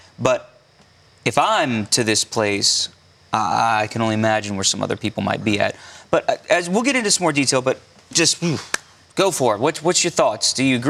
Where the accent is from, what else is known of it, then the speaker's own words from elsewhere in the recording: United States; as an American citizen, as a Christian.